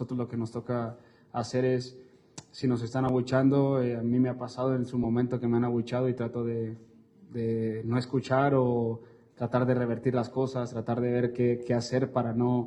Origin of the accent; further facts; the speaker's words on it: Mexico; somos mexicanos